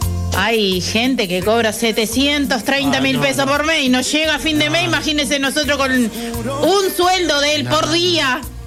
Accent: Uruguay

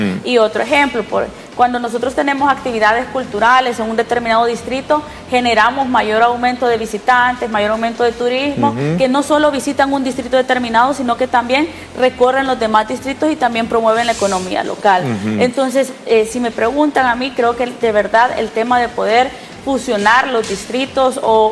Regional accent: El Salvador; al final del día todos somos salvadoreños.

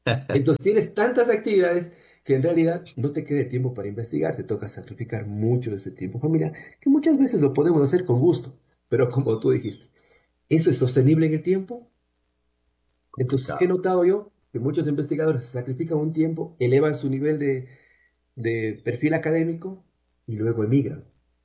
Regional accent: Cuenca, Azuay, Ecuador; estoy yo en este caso, y notarás por mi acento, desde Cuenca he podido trabajar con países de España, Colombia, Israel

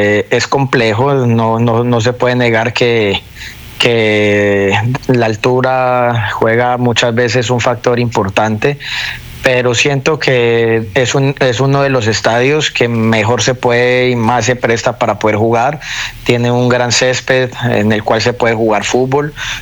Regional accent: Colombia; now in Ambato, Ecuador; Ambato es la ciudad donde me vio llegar, donde yo llegué de Colombia y abrí las puertas al Ecuador fue por Ambato.

